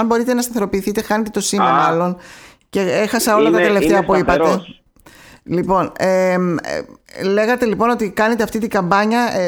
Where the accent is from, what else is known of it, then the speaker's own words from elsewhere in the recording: Corfu, Ionian Islands, Greece; born there; ιδιαίτερα εδώ στην Κέρκυρα που είμαστε και νησί βέβαια